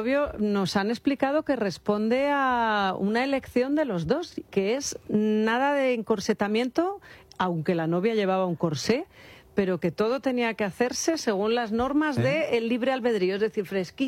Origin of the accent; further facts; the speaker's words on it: Castile and León, Spain; está quemando el Valle del Tietar. Pues, ¿qué quieres que te diga? Es que me emociono porque ese... Es mi tierra, creo que no hay un sitio más bonito en el mundo